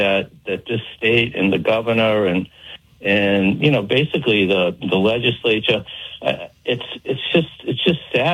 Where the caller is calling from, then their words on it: Millbury, Massachusetts, United States; I've been here since 92